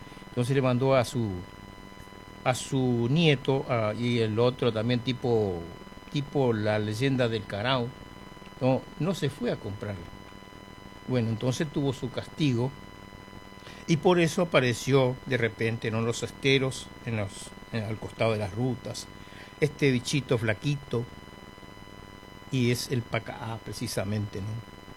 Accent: Presidencia de la Plaza, Chaco, Argentina; moved away; mi gente de Presidencia de la Plaza, mi pueblo en Chaco

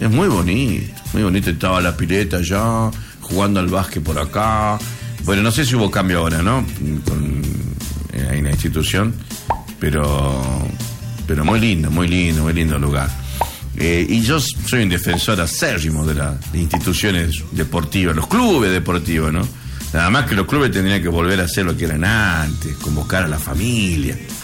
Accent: Campo Santo, Salta, Argentina; Nosotros que éramos una cosa chiquitita en mi pueblo, en mi club, en Camposanto

